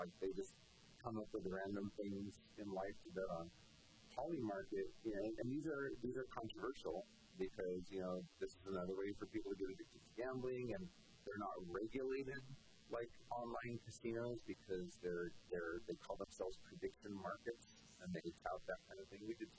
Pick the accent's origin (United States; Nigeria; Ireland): United States; Las Cruces, New Mexico; I grew up in southern New Mexico. I grew up in Las Cruces, Mesilla area, and so familiar with that area.